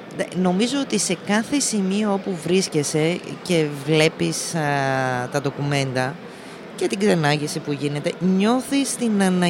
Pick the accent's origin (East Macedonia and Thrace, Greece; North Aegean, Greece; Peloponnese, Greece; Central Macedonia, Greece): Central Macedonia, Greece; Thessaloniki; Εγώ είμαι πολύ περήφανη, ναι, που είμαι από τη Θεσσαλονίκη.